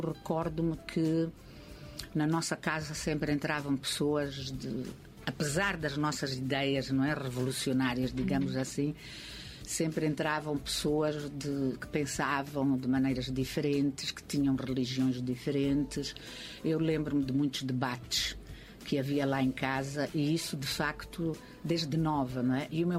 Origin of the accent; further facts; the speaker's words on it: Apala, Nampula, Mozambique; born there; Eu nasci em Apala, distrito de Ribaué, província de Nampula, uma aldeia.